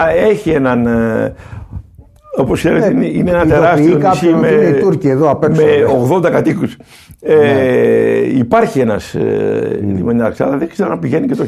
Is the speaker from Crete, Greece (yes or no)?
no; Iraklia, South Aegean, Greece; Δηλαδή στο νησί μου, στην Ηρακλιά